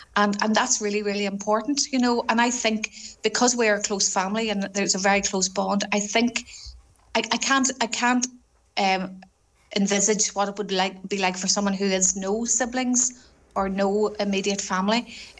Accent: Northern Ireland, United Kingdom; moved away; I'm originally from County Armagh, and you lived in a very rural area, and where roads weren't great

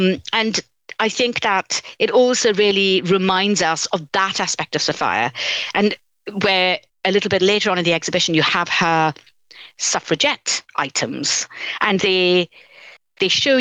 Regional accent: India; I grew up in India, and this is a history that resonates deeply for me.

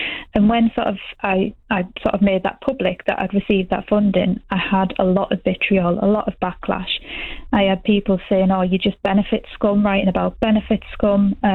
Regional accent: Middlesbrough, North East England, United Kingdom; I'm from Middlesbrough born and bred. But I grew up in Acklam, which, you know, when people say, oh, you're from Acklam, you're dead posh, you.

